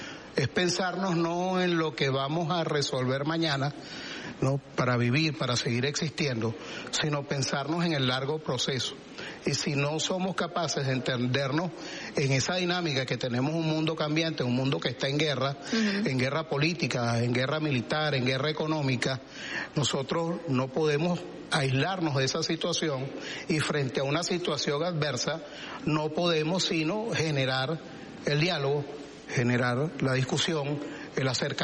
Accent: Venezuela; nos reconocemos como venezolanos

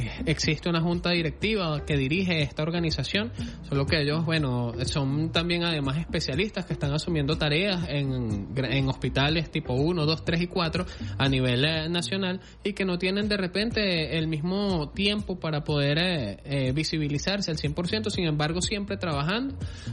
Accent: Venezuela; nosotros de repente como venezolanos, como hombres, como padres, chamo, debemos ser responsables.

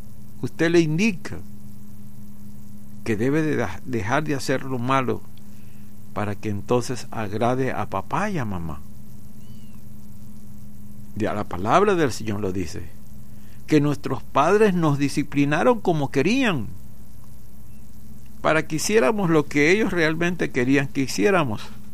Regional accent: Venezuela; como pastor, como ministro del Señor y como venezolano

